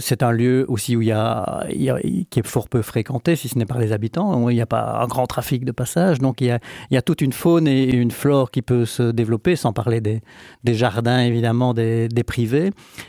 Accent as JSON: {"language": "French", "town": "Chaudfontaine", "region": "Wallonia", "country": "Belgium", "tie": "born there", "said": "Moi étant plus âgé, j'en ai connu encore dans mon enfance à Chèvremont"}